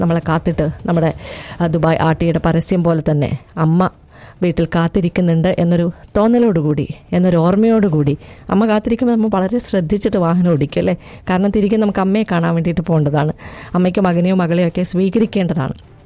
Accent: Kerala, India; ഒരു മലയാളി എന്ന നിലയിൽ, ഒരു ഇന്ത്യക്കാരൻ എന്ന നിലയിൽ

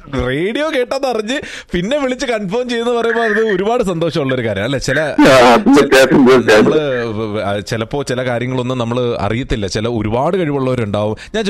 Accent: Chengannur, Kerala, India; ചെങ്ങന്നൂരാണ്. ഈ പുലിയൂരൊക്കെ ഞാൻ ഓടി കളിച്ച് വളർന്നേക്കുന്ന സ്ഥലങ്ങളാണ്. അതാണ് ഞാൻ ഞാൻ ചെങ്ങന്നൂര് നമ്മുടെ ടൗണിൽ തന്നെ ട്രാൻസ്ഫർ സ്റ്റാൻഡിന്റെ നേരെ ബാക്കിലായിട്ട് വരും.

